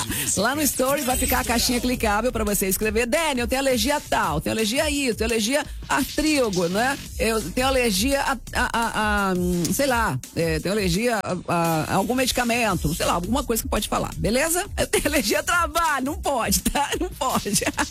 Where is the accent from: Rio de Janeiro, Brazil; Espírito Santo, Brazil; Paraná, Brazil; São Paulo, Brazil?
Espírito Santo, Brazil; Guarapari; Eu sou de Guarapari, então a gente tem muito comércio, né, na praia, assim, é restaurante, é quiosque, é venda ambulante e tal.